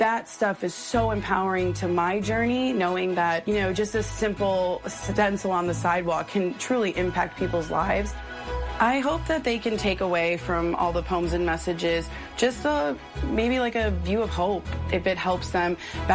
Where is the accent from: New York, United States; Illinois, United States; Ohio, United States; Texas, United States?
Illinois, United States; Chicago; I'm from Chicago, Illinois.